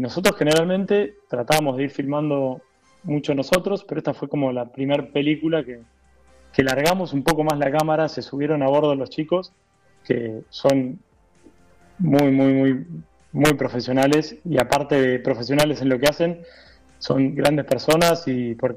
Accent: Buenos Aires Province, Argentina; now in Antarctica; Somos de las afueras de la costa. Buenos Aires.

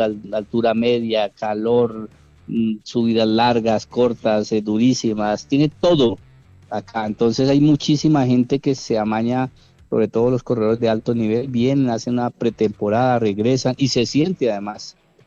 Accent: Colombia; nosotros como colombianos

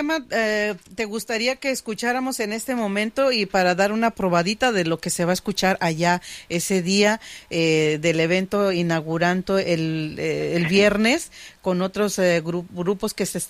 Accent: Oaxaca, Mexico; now in United States; nos da muchísimo gusto que como oaxaqueños también vamos a estar presentes en este gran evento.

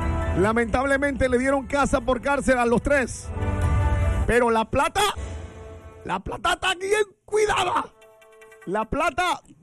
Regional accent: Panama; Yo soy un humilde panameño que trabajo todos los días.

